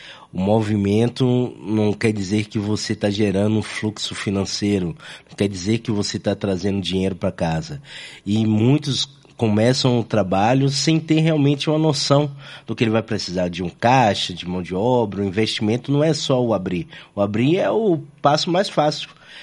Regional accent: Salvador, Bahia, Brazil; born there; moved away; also born or lived in Rio de Janeiro; Eu sou solteiro paulitano, nasci em Salvador, Bahia, mas fiquei mais tempo no Rio de Janeiro, 21 anos no Rio de Janeiro.

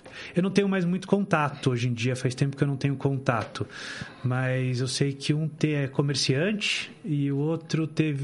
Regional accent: São Paulo, Brazil; born there; Sou nascido em São Paulo, capital.

